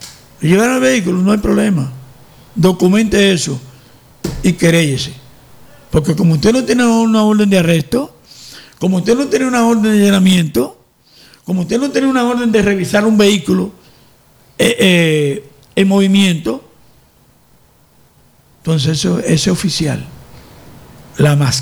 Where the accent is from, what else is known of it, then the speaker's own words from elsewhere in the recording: Baní, Peravia, Dominican Republic; Entonces, eso es bueno decírselo al pueblo dominicano. Específicamente a mi pueblo Baní